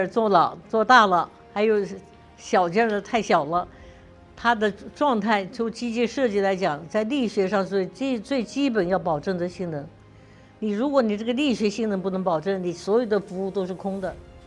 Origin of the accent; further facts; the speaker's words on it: China; 就是我们中国人一点不比外国人差，你能做的我可以做的比你更好。